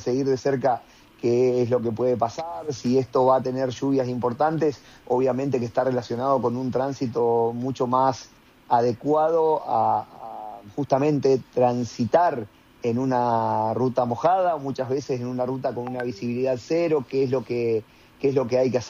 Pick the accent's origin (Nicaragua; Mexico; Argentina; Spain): Argentina; Concordia, Entre Ríos; yo soy de Concordia